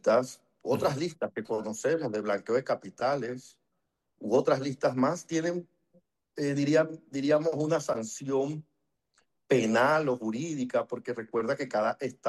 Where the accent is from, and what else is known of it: Panama